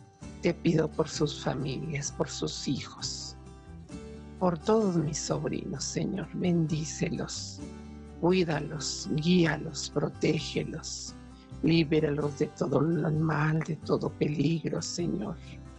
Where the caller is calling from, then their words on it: Santa Bárbara, Chihuahua, Mexico; de Santa Bárbara, Chihuahua.